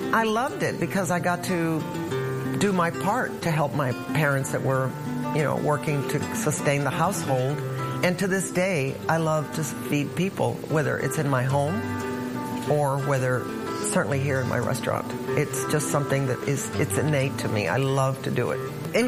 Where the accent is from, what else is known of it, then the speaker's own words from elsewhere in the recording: Brownsville, Texas, United States; now in Houston, United States; I was born and reared in Brownsville, Texas, which is the most southern city in Texas. My parents' home was about a mile and a half from the Rio Grande River. Growing up in Brownsville was a wonderful experience. It was a smaller town then. Everybody knew everybody